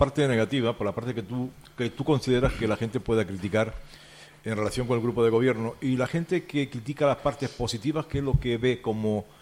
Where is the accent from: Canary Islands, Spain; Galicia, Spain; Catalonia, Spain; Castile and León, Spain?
Canary Islands, Spain; Las Palmas; Igual que yo vine de Las Palmas, pues todavía más gente también.